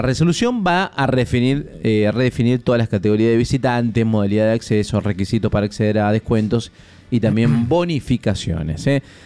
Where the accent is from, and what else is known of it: Argentina